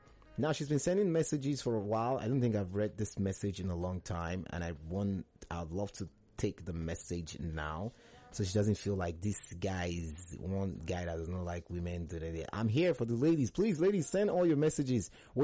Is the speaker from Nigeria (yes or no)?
yes; Anambra, Nigeria; I'm from Anambra State. I'm fair in complexion, average in height.